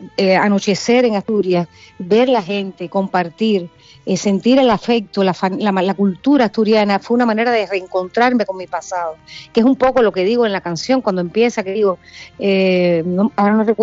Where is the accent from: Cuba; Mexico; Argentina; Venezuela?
Cuba; now in Spain; mi tierra natal, a Cuba, a mi Cuba.